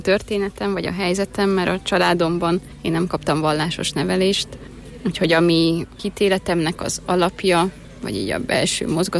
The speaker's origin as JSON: {"language": "Hungarian", "town": "Kőszeg", "region": "Vas", "country": "Hungary", "tie": "born or raised there", "said": "Én Köszegről származom, és domonkos nővérekhez jártam iskolába"}